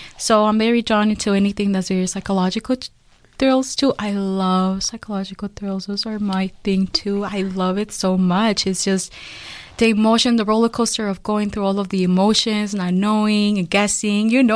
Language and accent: English; Little Village, Illinois, United States; also born or lived in Mexico; So I was born in Mexico, and I was raised in Little Village.